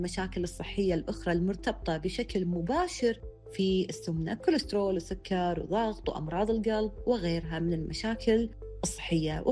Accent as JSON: {"language": "Arabic", "country": "Kuwait", "said": "إحنا عندنا بالكويت"}